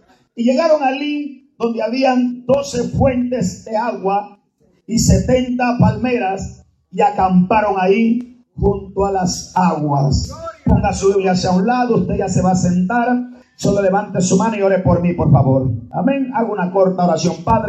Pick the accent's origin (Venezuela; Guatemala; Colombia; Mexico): Guatemala; Yo estoy revuelto con hondureños, cubanos. Yo sigo diciendo que soy de Guatemala, pero ya no se me oye igual, hermano.